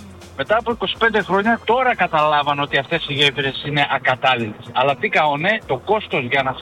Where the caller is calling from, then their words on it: Germany; Εδώ δεν είναι καλύτερα, εδώ είναι χειρότερα πλέον στη Γερμανία.